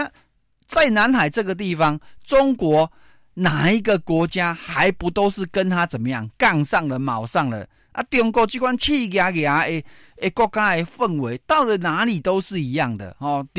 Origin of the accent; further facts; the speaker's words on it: Taiwan; 那我们台湾人何必把自己活得这么紧张？